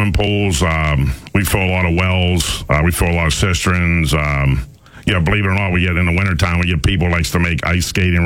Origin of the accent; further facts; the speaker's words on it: Big Beaver, Pennsylvania, United States; now in North Sewickley, United States; born and raised in Beaver County, you know, Big Beaver, Pennsylvania is where I was, you know, basically born and raised. And then, you know, me and my wife, 1994, so we moved to North Swickley